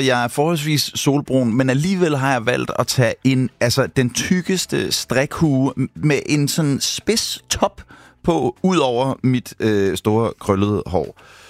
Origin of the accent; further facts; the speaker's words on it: Gentofte, Capital Region of Denmark, Denmark; born there; Jeg er født på Gentofte sygehus.